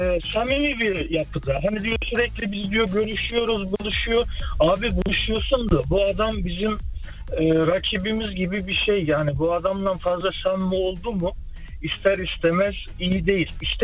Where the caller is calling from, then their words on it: Berlin, Germany; Berlin'den.